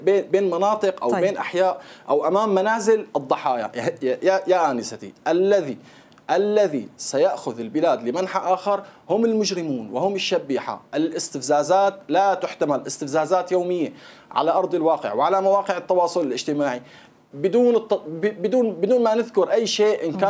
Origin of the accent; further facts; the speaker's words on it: Damascus, Damascus Governorate, Syria; أنا من دمشق، من حي القدم. حي القدم عبارة عن 10,000 نسمة من مكونات مختلفة.